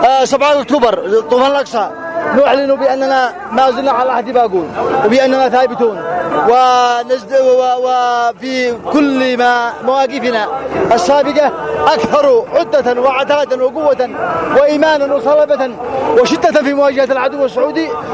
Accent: Yemen; في بلدنا اليمن

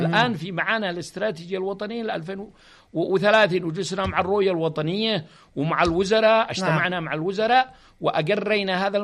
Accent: Yemen; أنا مواطن يمني

